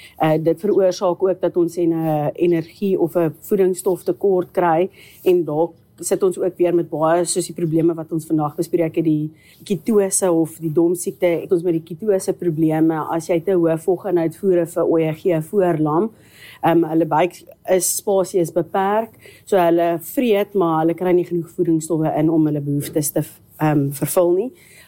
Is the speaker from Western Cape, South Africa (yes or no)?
no; Pretoria, Gauteng, South Africa; born or raised there